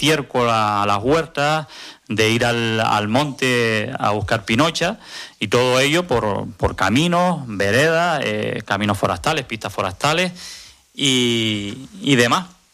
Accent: Los Realejos, Canary Islands, Spain; soy de Ico del Alto, de un pueblo un barrio de Los Ralejos. Vengo de familia de tratante de bestias y cochinero.

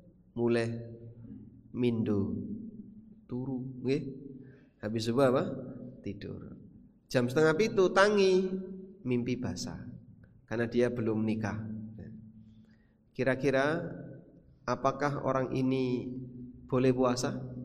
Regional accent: Lamongan, East Java, Indonesia; moved away as an adult; now in Yogyakarta, Indonesia; Saya yang aslinya dari Lamongan sampai SMA lulus

